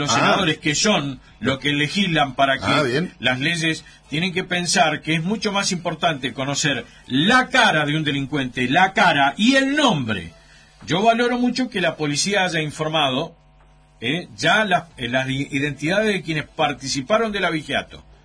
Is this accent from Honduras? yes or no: no; Argentina; Ahí volvemos a cómo somos los argentinos.